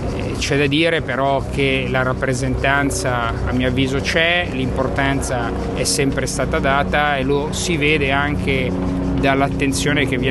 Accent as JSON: {"language": "Italian", "town": "Genoa", "region": "Liguria", "country": "Italy", "said": "io sono qua presente dal 2014, sono membro di governo, sono di Genova"}